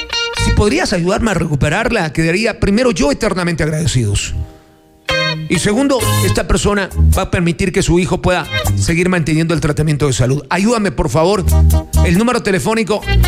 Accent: Ambato, Tungurahua, Ecuador; born there; es primero porque nací aquí. Tengo cariño por la ciudad. Aquí está mi vida.

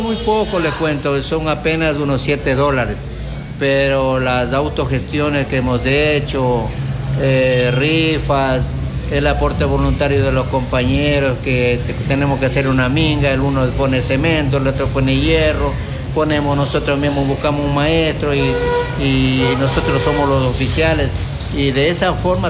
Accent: Quevedo, Los Ríos, Ecuador; y somos de aquí, de Quevedo

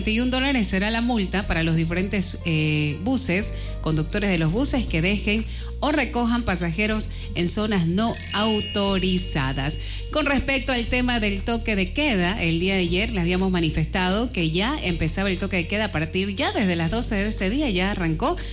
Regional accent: Milagro, Guayas, Ecuador; Si yo soy milagreña, en mi cédula, yo nací en Milagro realmente, pero le digo... Yo pero nací

